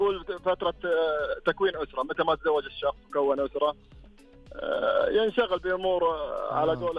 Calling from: Medina, Medina Province, Saudi Arabia; من المدينة منورة

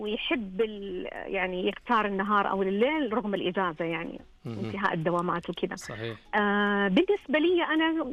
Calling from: Taif, Makkah Province, Saudi Arabia; عندنا في الطائف

